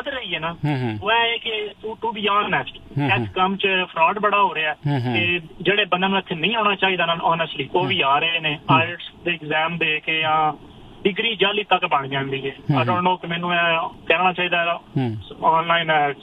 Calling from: Australia; ਮੈਂ ਜੀ ਆਸਟ੍ਰੇਲੀਆ ਤੋਂ

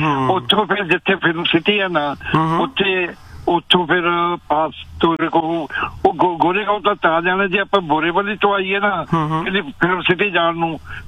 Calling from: Canada; ਮੈਂ ਕੈਨੇਡਾ ਤੋਂ ਆਇਆ।

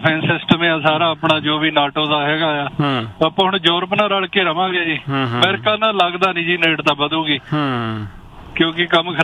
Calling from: Brampton, Ontario, Canada

